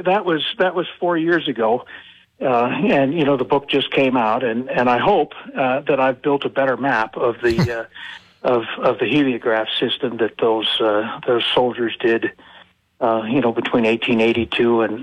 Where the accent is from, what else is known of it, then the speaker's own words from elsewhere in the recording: Utah, United States; So I was in the military. I grew up in Utah, joined the military, spent 25 years in the United States Marine Corps.